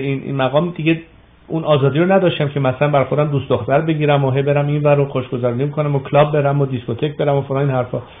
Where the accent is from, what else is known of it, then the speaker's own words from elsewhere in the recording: Iran; من قبل از همه میگم به عنوان یک ایرانی حق من هست و وظیفه